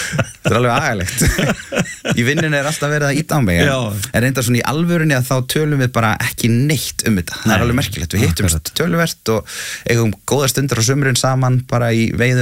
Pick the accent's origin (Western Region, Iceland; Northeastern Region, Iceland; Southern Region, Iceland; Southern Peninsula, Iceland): Western Region, Iceland; Akranes; born there; Jú, ég sem sagt fæddur á Akranesi